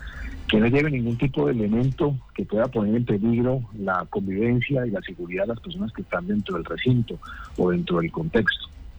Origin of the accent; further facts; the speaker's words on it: Santander, Colombia; es una fecha muy bonita para no olvidarnos de lo que somos como humangueses y como santandereanos.